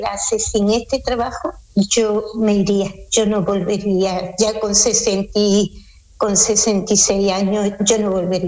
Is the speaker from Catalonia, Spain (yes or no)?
no; Seville, Andalusia, Spain; moved away as an adult; now in Switzerland; Ah, pues yo soy de Sevilla, de la calle Federico Sánchez Bedoya